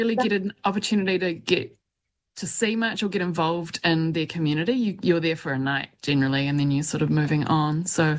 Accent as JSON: {"language": "English", "region": "Auckland", "country": "New Zealand", "tie": "born or raised there", "moved": "yes", "lives_now": "Wellington, New Zealand", "said": "I grew up in Auckland, like I was saying, and I did start out playing kind of like punky stuff in Auckland"}